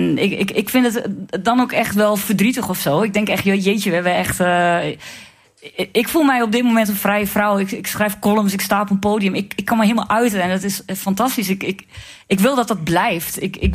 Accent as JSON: {"language": "Dutch", "region": "Overijssel", "country": "Netherlands", "tie": "born or raised there", "said": "En ik durfde dat alleen maar in de stad. En toen ben ik weggegaan uit Twente. En wat ik... Ik ben inmiddels heel gelukkig teruggekeerd."}